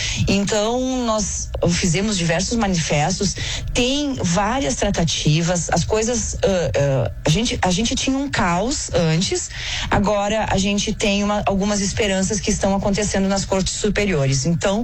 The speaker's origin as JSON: {"language": "Portuguese", "region": "Rio Grande do Sul", "country": "Brazil", "said": "somos brasileiros, ítalo-brasileiros, ítalo-gaúchos"}